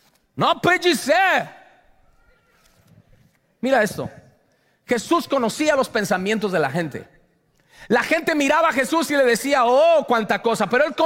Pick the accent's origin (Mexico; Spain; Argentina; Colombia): Colombia; moved away; No, mijo, yo vengo de Colombia